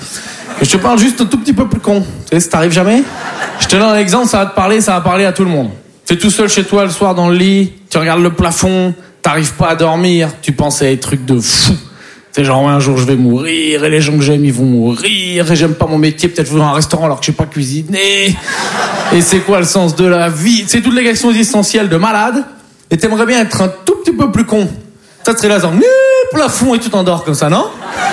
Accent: Poitiers, Nouvelle-Aquitaine, France; Mais bon, en plus, je viens de Poitiers, donc il faut s'occuper.

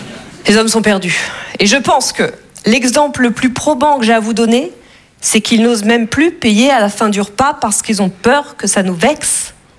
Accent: Russia; Je lui ai dit, bon, non, moi, je suis russe, ça ne me dérange pas.

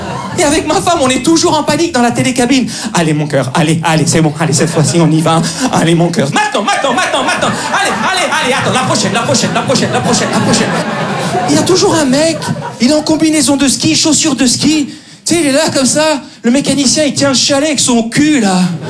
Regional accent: Belgium; Moi, je suis née, j'ai grandi en Belgique. Mes parents sont nés, ils ont grandi au Cameroun.

